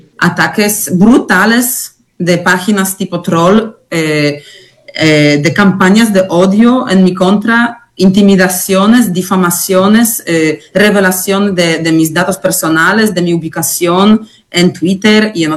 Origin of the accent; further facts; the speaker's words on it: Montañita, Santa Elena, Ecuador; moved away; cuando en marzo tuve que salir de Montañita, salir de mi pueblo, de nuestra zona